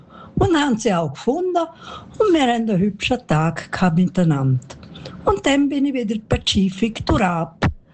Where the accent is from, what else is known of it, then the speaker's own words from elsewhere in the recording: Latsch, Graubünden, Switzerland; accent: Bündner; now in Marrakesh, Morocco; Ich bin, wie man an meinem Dialekt noch gehört, eine Bündnerin.